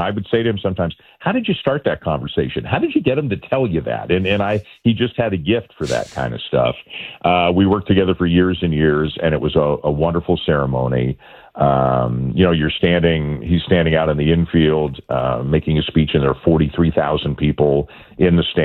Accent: Toronto, Ontario, Canada; So remember, I'm from Toronto.

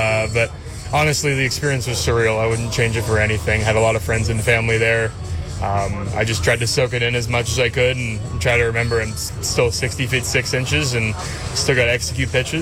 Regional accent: Toronto, Ontario, Canada; growing up in Toronto, watching him throw live quite a bit.

